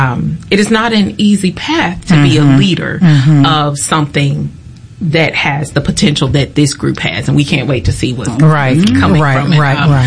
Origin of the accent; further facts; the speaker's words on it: Mississippi, United States; because I'm a Mississippi Delta girl.